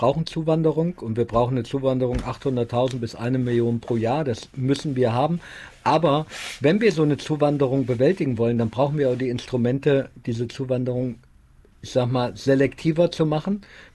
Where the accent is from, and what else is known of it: Germany